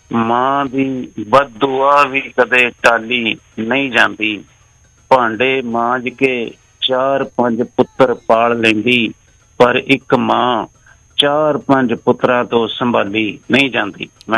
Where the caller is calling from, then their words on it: Jalandhar, Punjab, India; ਬਸਤੀ ਸ਼ੇਖ, ਜਨਕ ਨਗਰ ਜਲੰਧਰ ਵੱਲੋਂ ਸਾਰੇ ਸੁਣਨ ਵਾਲੇ ਸਰੋਤਿਆਂ ਨੂੰ